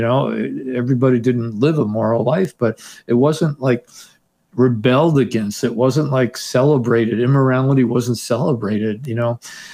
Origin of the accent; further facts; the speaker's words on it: Teaneck, New Jersey, United States; I remember growing up in Teaneck, New Jersey, where it had a strong Jewish population, Protestant population, and Catholic population.